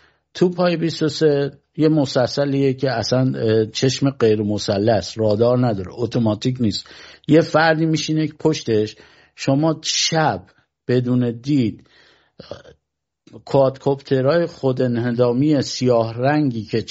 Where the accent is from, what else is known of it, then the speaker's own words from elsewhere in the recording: Iran; به کشور ما